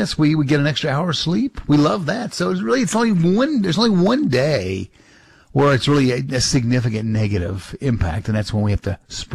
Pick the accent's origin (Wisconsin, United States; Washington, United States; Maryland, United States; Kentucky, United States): Kentucky, United States; moved away as an adult; now in Eastern Time Zone, United States; I grew up right there on Southern, you know, on the border of Southern Indiana